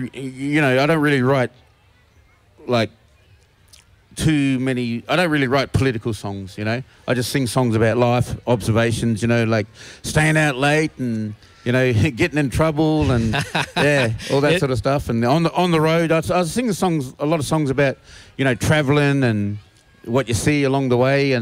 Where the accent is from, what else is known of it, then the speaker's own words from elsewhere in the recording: South Australia, Australia; I'm Narunga, which is the York Peninsula. Okay. And on my mother's side, I'm Adyamatna, from the Flinders Ranges. I actually live in the Flinders Ranges.